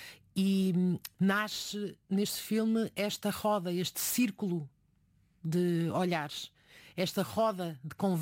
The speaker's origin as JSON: {"language": "Portuguese", "town": "Porto", "region": "Norte", "country": "Portugal", "said": "eu sou do Porto."}